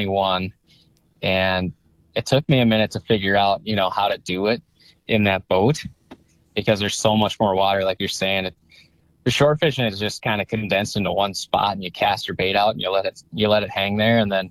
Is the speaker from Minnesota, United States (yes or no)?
yes; Moorhead, Minnesota, United States; You know, I grew up in Moorhead and I think I turned maybe 13 years old